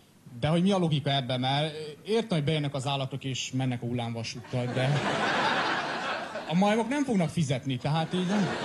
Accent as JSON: {"language": "Hungarian", "town": "Cluj-Napoca", "region": "Cluj County", "country": "Romania", "said": "én külföldi vagyok, én Kolozsvárról jövök"}